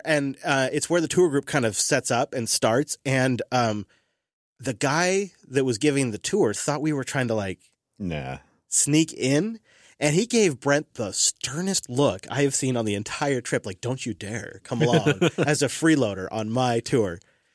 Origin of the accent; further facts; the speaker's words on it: Canada; I'll tell them I'm Canadian and I didn't understand and it'll work.